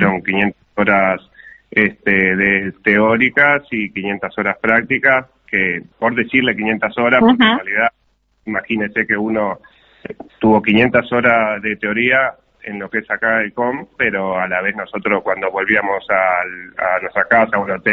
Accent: Buenos Aires, Argentina; moved away as an adult; now in Paso de los Toros, Uruguay; madre estaba embarazada de mí de 6 meses, fueron de acá de Uruguay para Buenos Aires, se instalaron allá, nací allá, me crié allá en Buenos Aires

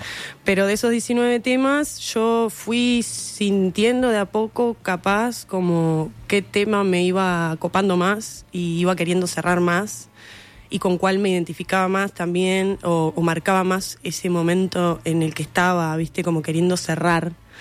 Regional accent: Montevideo, Uruguay; also born or lived in Reducto / Arroyo Seco, Montevideo; Del Cerro. Ahí nací y viví hasta los 7 años, 8 más o menos.

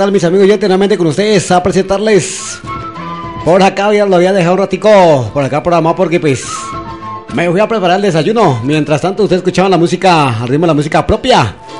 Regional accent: Jambaló, Cauca, Colombia; nuestro territorio de Jambaló

